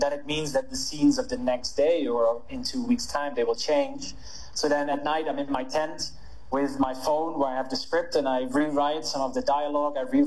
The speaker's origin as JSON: {"language": "English", "country": "Netherlands", "moved": "yes", "said": "I'm from the Netherlands"}